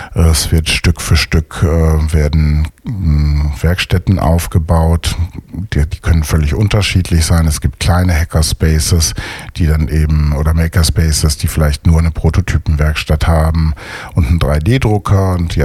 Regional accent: North Rhine-Westphalia, Germany; born or raised there; now in Düsseldorf, Germany

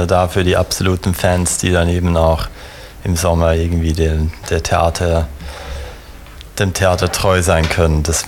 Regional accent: Switzerland; now in Düsseldorf, Germany; für mich als Schweizer

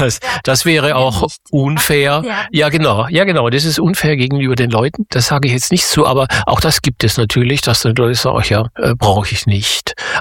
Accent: Baden-Württemberg, Germany; moved away as an adult; now in Düsseldorf, Germany; Ich komme aus Oberschwaben

